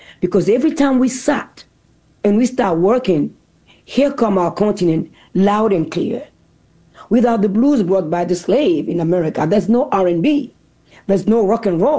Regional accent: Benin; because I'm still that curious little girl growing up in Benin, asking relentlessly questions.

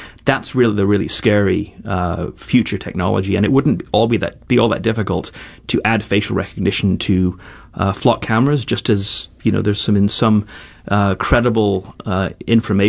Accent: England, United Kingdom; born there; I was born in Europe, in England, and while Americans are very fond of talking about their privacy, American privacy law lags massively behind the rest of the world.

